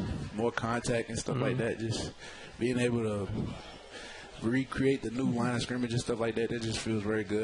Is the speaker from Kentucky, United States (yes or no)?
yes; Louisville, Kentucky, United States; I grew up in the West End of Louisville.